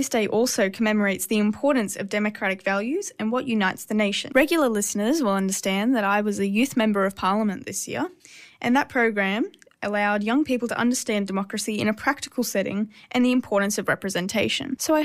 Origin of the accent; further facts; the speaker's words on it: Australia; we are all Australian